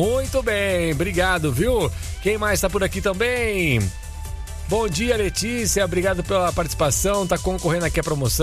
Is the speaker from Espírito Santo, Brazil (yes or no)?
no; Araras, São Paulo, Brazil; lá de Araras, minha cidade, minha terra natal